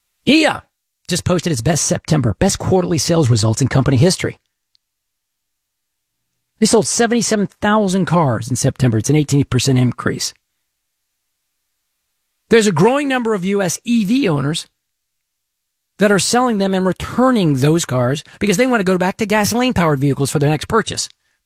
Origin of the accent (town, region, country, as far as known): Dallas, Texas, United States; born or raised there; now in Houston, United States